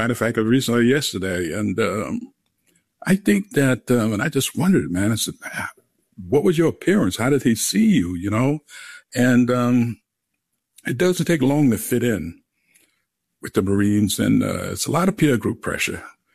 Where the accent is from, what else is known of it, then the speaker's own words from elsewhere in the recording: South Carolina, United States; Growing up in South Carolina, poor family, like we mentioned earlier, back of the bus days.